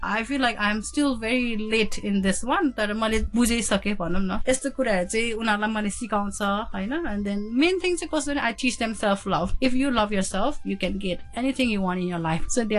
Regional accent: Darjeeling, West Bengal, India; now in Hong Kong; Darjeeling ma hurkera chai

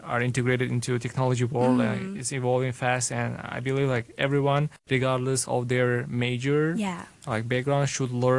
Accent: Tajikistan; English is a second language; moved away as an adult; now in Hong Kong; I come from Tajikistan. I came to Hong Kong actually 4 years ago

